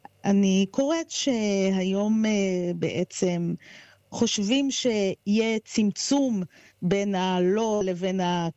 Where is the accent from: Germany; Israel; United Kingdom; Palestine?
United Kingdom; now in Scotland, United Kingdom; אני כשלעצמי בריטית